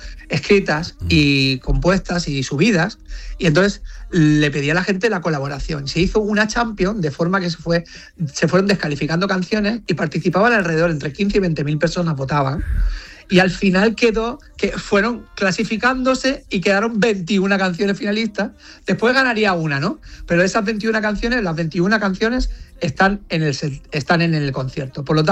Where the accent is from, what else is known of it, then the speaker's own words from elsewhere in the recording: L'Hospitalet de Llobregat, Catalonia, Spain; born there; also born or lived in Barcelona; Soy nacido en Barcelona, soy de Hospitalet, catalán, de pero pura cepa